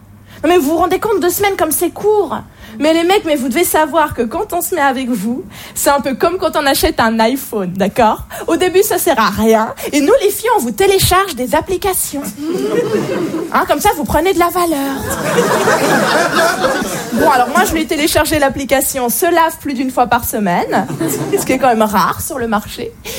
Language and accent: French; Switzerland; Alors oui, je viens de Suisse